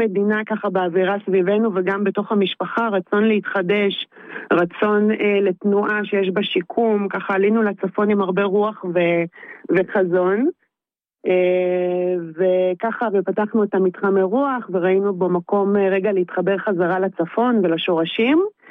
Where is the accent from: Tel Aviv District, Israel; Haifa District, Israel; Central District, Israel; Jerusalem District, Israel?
Jerusalem District, Israel; Jerusalem; moved away as an adult; also born or lived in Vered Yeriho; now in northern Israel